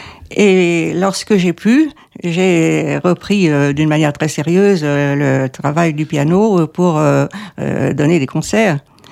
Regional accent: Le Havre, Normandy, France; born there; also born or lived in Paris; moi je suis née au Havre.

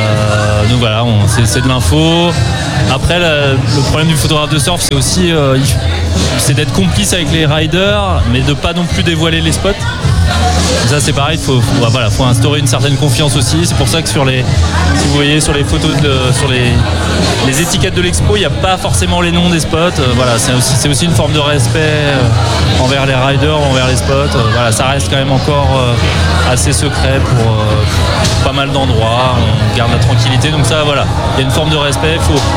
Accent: Brittany, France; je suis originaire des Côtes d'Armor, la baie de Saint-Brieuc, voilà, le littoral Nord-Bretagne qui est très peu connu pour le surf

